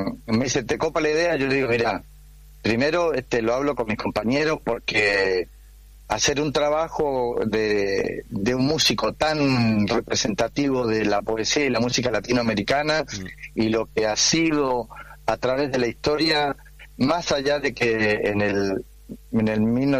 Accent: Chile; born there; moved away; yo cuando estuve en Chile, yo soy chileno, nací allá, por supuesto, en el golpe de Estado, yo estaba en Santiago

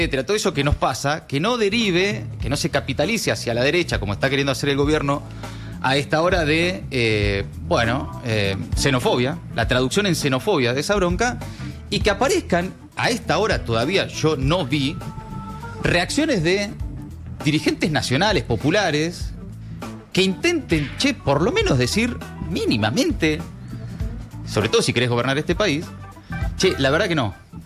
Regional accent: Argentina; qué somos como argentinos

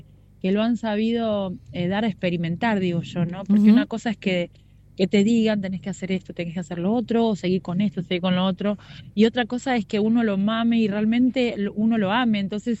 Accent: Tierra del Fuego, Argentina; mi infancia acá en Tierra Mayor, si bien nosotros vivíamos en la ciudad

